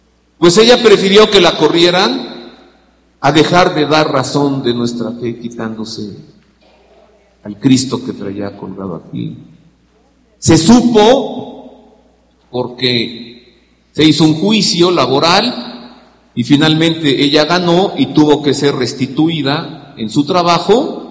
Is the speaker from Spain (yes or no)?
no; Mexico